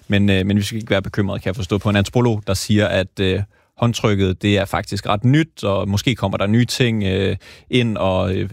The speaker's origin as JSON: {"language": "Danish", "region": "Jutland", "country": "Denmark", "said": "Som jyde kan jeg sige, vi krammer også en gang imellem. I Jylland."}